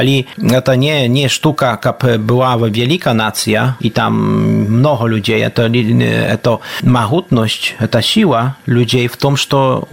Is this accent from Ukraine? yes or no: no; Podlaskie Voivodeship, Poland; also born or lived in Warsaw; Мой дед этот Спиридон в 1926 году тут купил эту землю. Так что мы уже, скажем, 90 годов в этом месте.